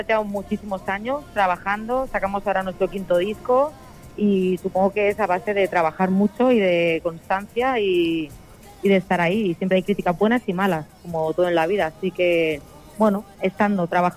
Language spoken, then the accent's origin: Spanish; Santa Coloma de Gramenet, Catalonia, Spain; yo soy de Santa Coloma y he estudiado cerca de Llefià y tengo mucha gente que quiero allí.